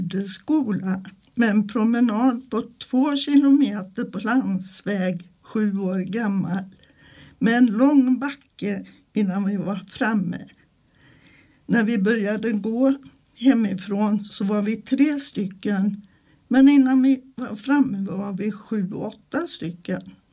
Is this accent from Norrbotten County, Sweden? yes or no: no; Falköping, Västra Götaland County, Sweden; also born or lived in Västerbotten; vi flyttade hit när jag var 6 veckor gammal. Och sedan dess har min hemort så när som på några år varit just Falköping. Mitt första skolår gick jag i Grudeskola med en promenad på 2 kilometer på landsväg 7 år gammal.